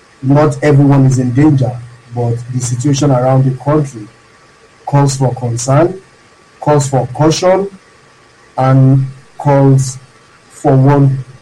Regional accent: Nigeria; now in South Africa; Nigeria is our country, and in the diaspora

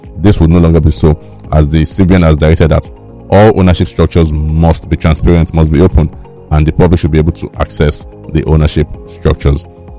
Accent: Nigeria; as a Nigerian and a watcher of the financial markets

